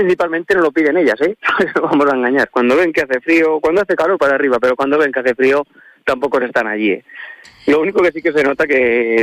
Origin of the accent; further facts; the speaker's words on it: Castilla-La Mancha, Spain; Vamos, que yo soy de aquí, de La Mancha, justamente